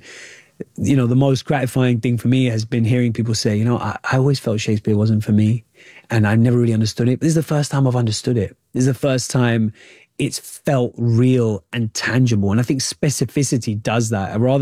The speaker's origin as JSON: {"language": "English", "country": "United Kingdom", "said": "I found massive parallels with my own lived experience as a British Asian."}